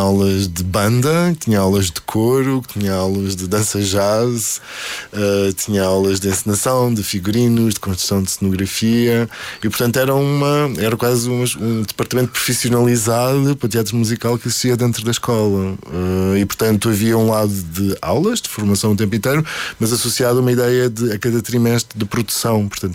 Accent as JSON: {"language": "Portuguese", "region": "Azores", "country": "Portugal", "said": "essa é a primeira vez que eu saí dos Açores, assim, viajei internacionalmente, em que fiquei um ano fora da minha, ao longe da minha família"}